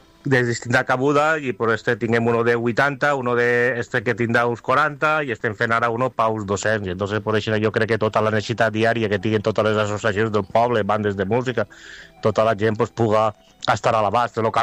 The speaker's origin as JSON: {"language": "Catalan", "region": "Valencian Community", "country": "Spain", "said": "com som els valencians, pues, és de menjar i beure"}